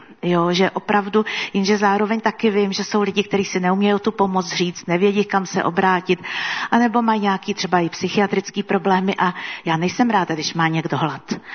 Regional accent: Prague, Czechia; Jednou jsem jela metrem, což není zase tak zvláštní věc, protože já jsem z Prahy.

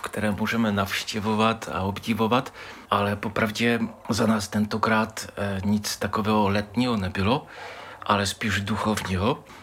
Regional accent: Moravian-Silesian Region, Czechia; tak jsme mu řekli, že jsme z České republiky

